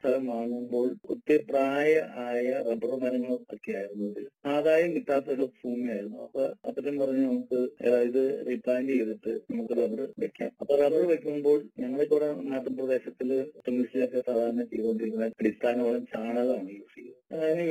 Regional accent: Ernakulam, Kerala, India; born there; എന്റെ വീട് എറണാകുളം മൂവാറ്റ റോഡില്, പ്രിൻസ് പുറ്റമാനൂർ എന്ന് പറഞ്ഞ ഒരു ചെറിയ ഗ്രാമത്തിലാണ്.

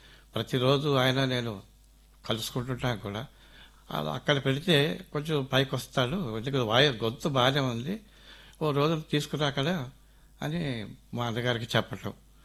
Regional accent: Relangi, Andhra Pradesh, India; మాది పశ్చిమ గోదావరి జిల్లా రేలంగనే ఊరండి, గ్రామం, చిన్న గ్రామం.

